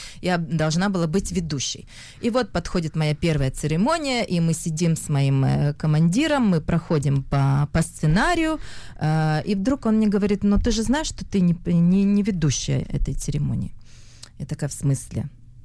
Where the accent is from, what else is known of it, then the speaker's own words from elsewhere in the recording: Russia; accent: Russian; И во время театрального училища я даже пыталась исправить свой русский акцент.